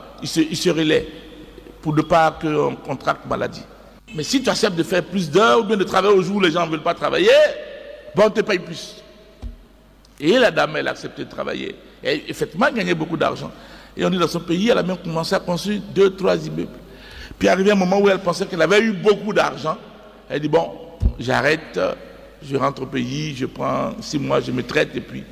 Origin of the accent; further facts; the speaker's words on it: Côte d’Ivoire; Chez nous en Côte d'Ivoire